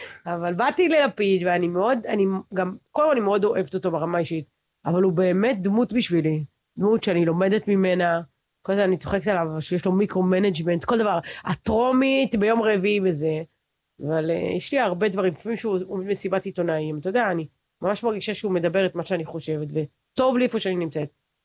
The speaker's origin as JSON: {"language": "Hebrew", "town": "Tel Aviv", "region": "Tel Aviv District", "country": "Israel", "said": "אני ולפיד היחידי מתל אביב"}